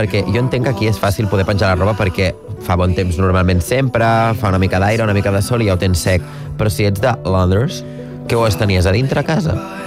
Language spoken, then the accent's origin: Catalan; Catalonia, Spain; moved away; jo de la Costa Brava no he viscut mai una cosa tancada. Per mi les coses estan obertes les 24 hores del dia